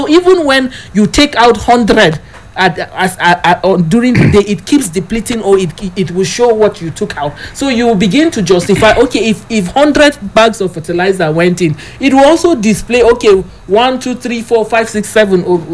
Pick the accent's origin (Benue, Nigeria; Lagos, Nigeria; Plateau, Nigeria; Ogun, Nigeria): Plateau, Nigeria; I am from Langtang South. I'm not mixing words. For as a Langtang South person